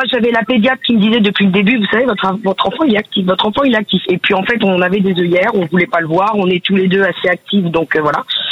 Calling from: Blanzay, Nouvelle-Aquitaine, France; de Civray dans la Vienne, bon, enfin, Blanzais exactement.

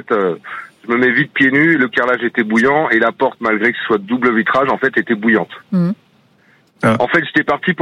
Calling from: Pays de la Loire, France; De la Vendée.

